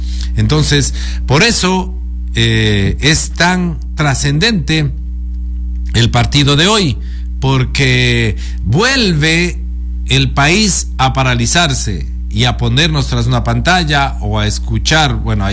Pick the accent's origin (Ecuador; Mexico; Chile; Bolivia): Ecuador